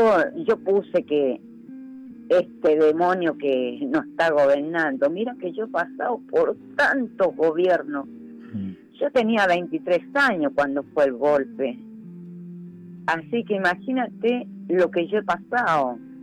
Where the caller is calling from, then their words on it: Buenos Aires, Argentina; de Caballito.